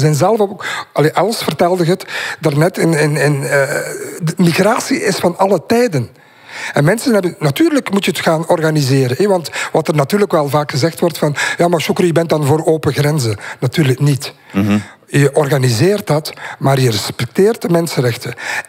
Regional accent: Ostend, Flanders, Belgium; born there; ik hou van Vlaanderen. Ik ben in Oostende geboren.

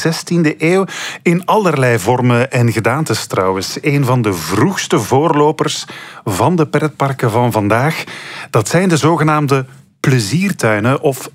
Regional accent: Flanders, Belgium; Bij ons in Vlaanderen liggen de wortels van de pretparken eerder bij de jaarmarkten die hier in de middeleeuwen georganiseerd worden.

